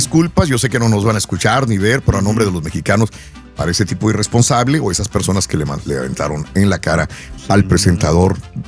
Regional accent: Mexico; Sí, sí, así somos los mexicanos.

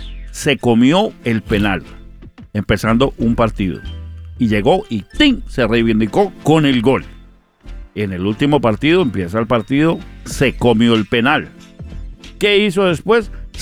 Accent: Colombia; soy colombiano, adoro Colombia

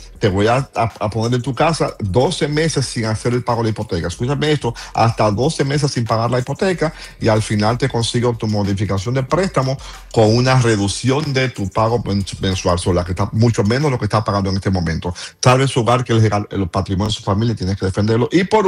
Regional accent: Dominican Republic; si quieres comprar una casa en la República Dominicana. Tú sabes que los fraudes allá en mi país y todo eso lo quiero y lo amo

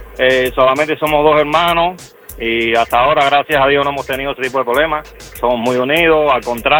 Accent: Villa Clara, Cuba; Soy de Villa Clara

